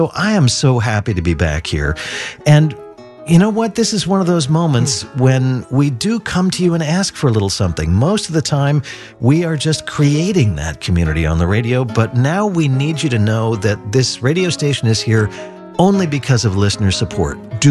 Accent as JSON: {"language": "English", "town": "Portland", "region": "Oregon", "country": "United States", "tie": "born or raised there", "said": "part of what drew me back was not just that I grew up in Portland"}